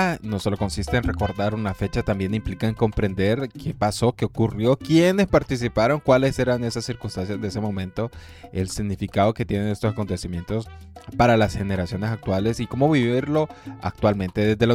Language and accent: Spanish; Honduras; nos une como hondureños